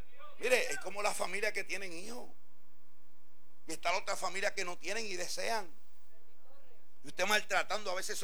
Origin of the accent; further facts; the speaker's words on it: Puerto Rico; le llaman en mi país, Puerto Rico